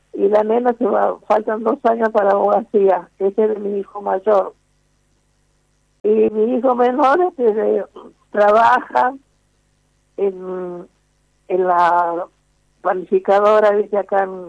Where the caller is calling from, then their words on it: Buenos Aires Province, Argentina; soy de la provincia de Buenos Aires